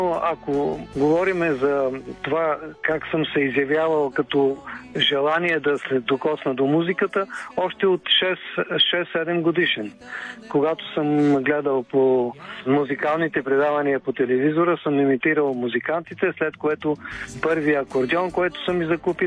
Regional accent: Pazardzhik, Pazardzhik Province, Bulgaria; Аз съм от Пазарджик

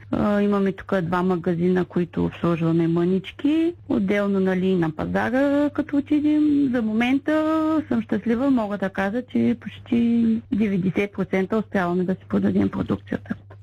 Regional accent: Shumen, Shumen Province, Bulgaria; now in Silistra, Bulgaria; Аз съм родом от Шумен

